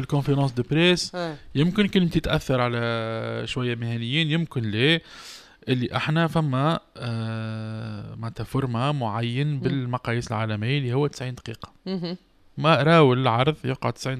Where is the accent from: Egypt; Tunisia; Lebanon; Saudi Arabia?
Tunisia; باش يعزوا المشروع نتاع فايبا بيسكو عندنا في تونس